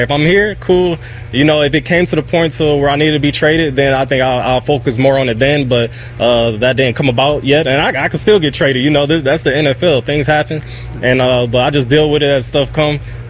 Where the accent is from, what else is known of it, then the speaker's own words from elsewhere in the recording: Cleveland, Ohio, United States; I'm from Cleveland. You know, this is the city I'm from. I've always played in Ohio. I'm an Ohio kid